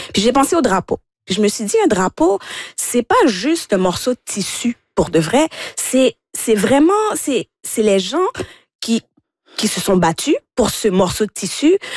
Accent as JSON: {"language": "French", "town": "Longueuil", "region": "Quebec", "country": "Canada", "also_born_or_lived": "Montreal", "said": "Je suis de Longueuil. Donc"}